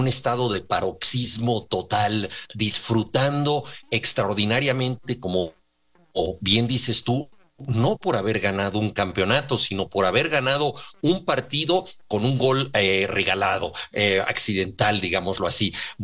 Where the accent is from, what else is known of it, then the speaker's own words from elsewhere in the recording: Mexico; Mira, yo como buen mexicano ya estaba haciendo unos cálculos tremendistas, ¿no?